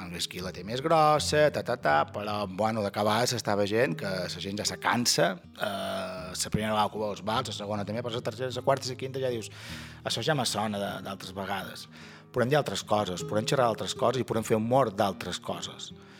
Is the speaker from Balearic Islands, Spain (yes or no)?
yes; Ferreries, Balearic Islands, Spain; Sant Joan és molt polit el que vulgueu, però jo som de Ferreries i crec que Sant Bartomeu pues, és molt més...